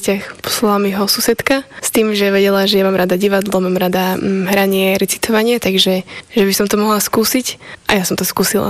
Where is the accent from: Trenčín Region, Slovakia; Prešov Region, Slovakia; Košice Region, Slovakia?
Prešov Region, Slovakia; Čabiny; born there; Rusina a mamku Slováčku, takže my sme boli taký mix doma, ale ja som chodila aj do škôlky, som už chodila do prvej rusinskej škôlky v Čabinách